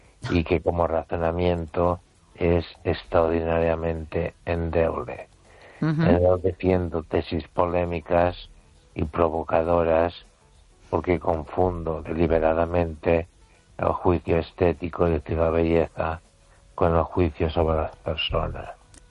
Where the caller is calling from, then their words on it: Ourense, Galicia, Spain; de Orense.